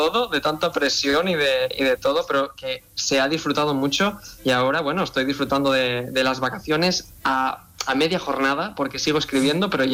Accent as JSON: {"language": "Spanish", "town": "Tavernes de la Valldigna", "region": "Valencian Community", "country": "Spain", "tie": "born or raised there", "said": "yo todo lo que escribía estaba ambientado en Tabernas de la Valldigna, en mi pueblo de Valencia"}